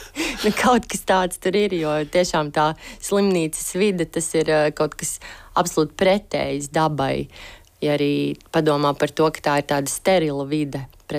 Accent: Riga, Latvia; pārsvarā es savu bērnību pavadīju Rīgas pirmajā slimnīcā, jo abi mani vecāki ir ķirurgi.

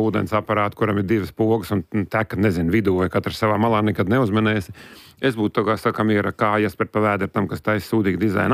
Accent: Baltezers, Ādaži Municipality, Latvia; Nē, es esmu no Baltezeres. Viss dzīves Baltezerā, jūties tā kā ne šur, ne tur.

